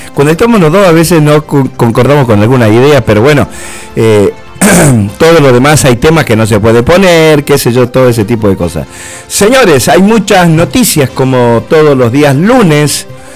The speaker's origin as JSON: {"language": "Spanish", "country": "Argentina", "said": "como argentino debo defender parte de mi país"}